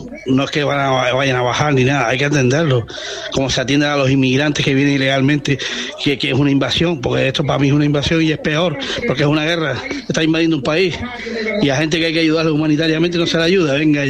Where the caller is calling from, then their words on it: Canary Islands, Spain; aquí en las Islas Canarias